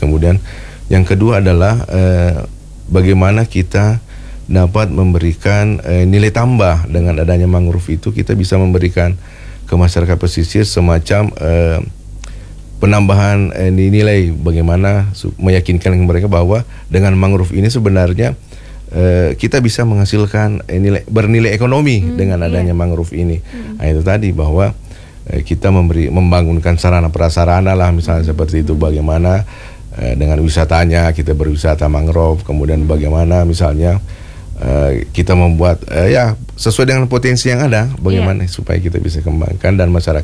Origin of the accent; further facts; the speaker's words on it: South Sulawesi, Indonesia; sebagai warga Bone.